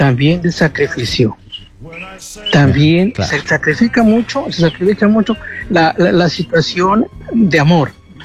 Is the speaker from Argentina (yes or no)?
no; Ecuador; moved away; No, nosotros somos ecuatorianos.